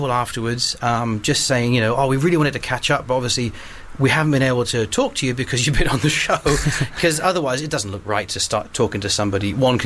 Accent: London, United Kingdom; I said, I'm from London.

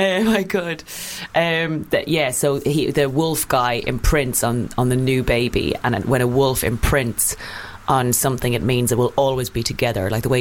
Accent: Kildare, Ireland; I grew up in Kildare, which is a very horsey area. It is horsey.

